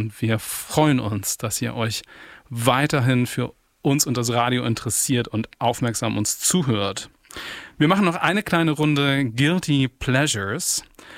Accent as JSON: {"language": "German", "region": "Northern Germany", "country": "Germany", "tie": "born or raised there", "said": "Aber ich bin halt in Norddeutschland groß geworden und die Leute, die die Musik gemacht haben, die hängen da halt auf dem Land ab, also in den Ortschaften, in denen ich groß geworden bin."}